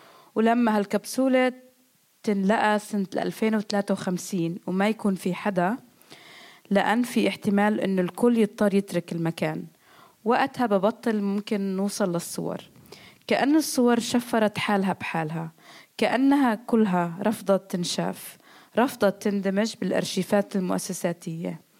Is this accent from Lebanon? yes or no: no; Palestine; واحدة من أكبر تحدياتنا كفلسطينيين هو إنه عم نتبعثر من أكتر من 100 سنة.